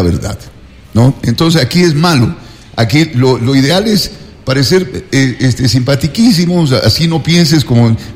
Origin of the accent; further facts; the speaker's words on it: Ecuador; los ecuatorianos nacidos aquí